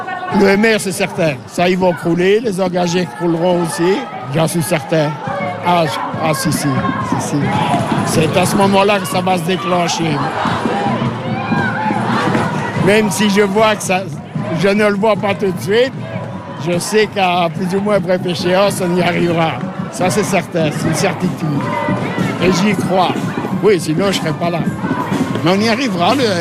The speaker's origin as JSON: {"language": "French", "country": "Spain", "lives_now": "Belgium", "said": "Et pour finir, je suis espagnol. Même si j'ai toujours la nationalité, mais je suis plus belge qu'un belge."}